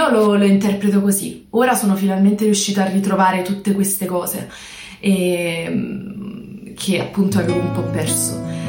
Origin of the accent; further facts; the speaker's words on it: Naples, Campania, Italy; con la Y iniziale non me l'ho sbagliato, mi raccomando. Ho 23 anni e sono di Napoli.